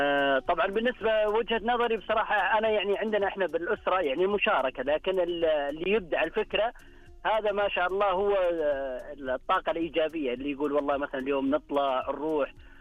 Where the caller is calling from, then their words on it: Saudi Arabia; احنا سعوديين